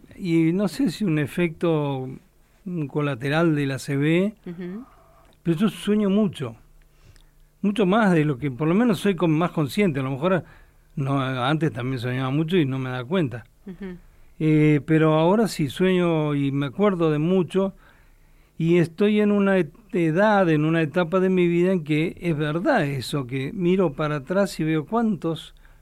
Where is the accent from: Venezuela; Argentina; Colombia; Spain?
Argentina; Caleta Olivia, Santa Cruz; moved away; yo me crié en Caleta Olivia